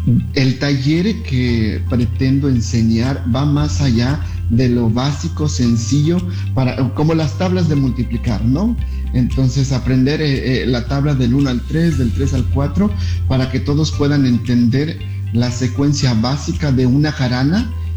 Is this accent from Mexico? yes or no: yes; Maxcanú, Yucatán, Mexico; soy originario de Santa Teresa, Coahuila, una comunidad, municipio de Maxcanú, obviamente del estado de Yucatán.